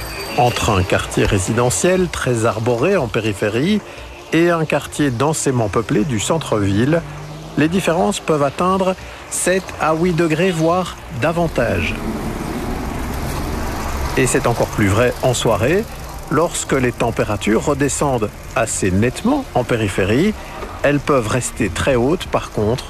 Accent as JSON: {"language": "French", "country": "Belgium", "said": "même chez nous, en Belgique"}